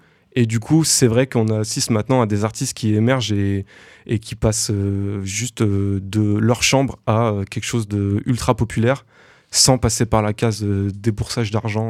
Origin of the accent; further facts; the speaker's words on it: Valence, Auvergne-Rhône-Alpes, France; je suis de Valence.